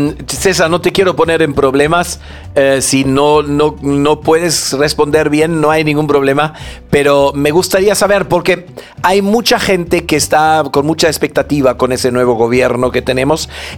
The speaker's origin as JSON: {"language": "Spanish", "country": "Germany", "moved": "yes", "lives_now": "Peru", "said": "yo como alemán"}